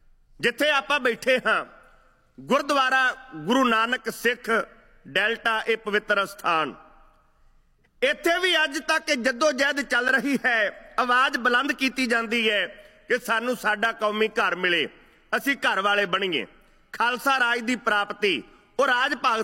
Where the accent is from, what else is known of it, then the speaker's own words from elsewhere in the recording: Punjab, India; now in Canada; ਇਹ ਧਰਤੀ ਕੈਨੇਡਾ ਦੀ, ਜਿੱਥੇ ਆਪਣੀ ਉਪਜੀਵਿਕਾ ਆਪਣੇ ਪਰਿਵਾਰ ਦੀ ਪਾਲਣਾ ਪੋਸ਼ਣਾ ਕਰਨ ਵਾਸਤੇ ਅਸੀਂ ਪੰਜਾਬ ਤੋਂ ਚੱਲ ਕੇ ਆਏ ਹਾਂ, ਇਸ ਧਰਤੀ ਦੀ ਸੁੱਖ ਵੀ ਮੰਗਣੀ ਹੈ।